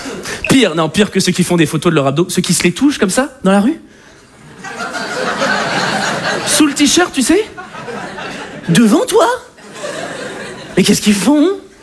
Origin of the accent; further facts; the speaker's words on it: Paris, Île-de-France, France; Parce que je suis parisien et superficiel.